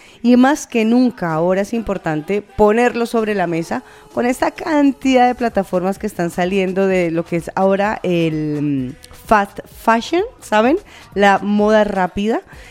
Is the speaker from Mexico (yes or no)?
no; Colombia; en mi tierra, en Colombia